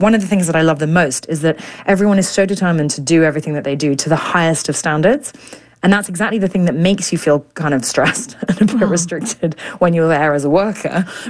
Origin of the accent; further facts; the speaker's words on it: Japan; I grew up in Japan, so I suppose I was just always aware of being an outsider.